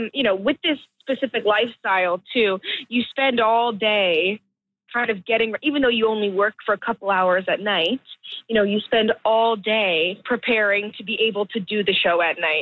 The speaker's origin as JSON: {"language": "English", "country": "Canada", "said": "It was really nice being in my home country, first of all."}